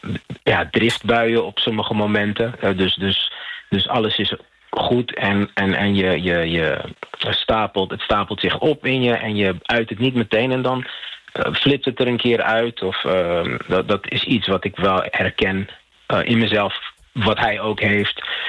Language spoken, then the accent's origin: Dutch; Rotterdam, South Holland, Netherlands; born there; Ik ben in Rotterdam geboren. Op jonge leeftijd wel al naar Kaapverdië geweest.